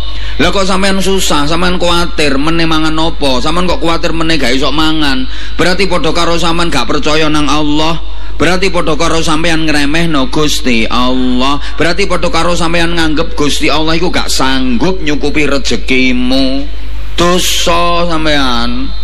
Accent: Bojonegoro, East Java, Indonesia; Kalau orang daerah saya, Bojonegoro

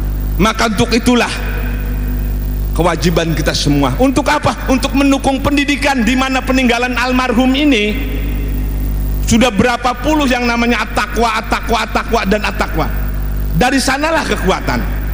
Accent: Kronjo, Banten, Indonesia; now in Karawang, Indonesia; Saya dari Kerawang, tapi asli saya dari Keronjo, Tangerang. Pak Haji dari Tirta Yasa, Serang. Keronjo dengan Tirta Yasa, kehalangan Kali Tenara. Kata saya, sama-sama orang Banten, masa nasi sepiring saja harus bayar?

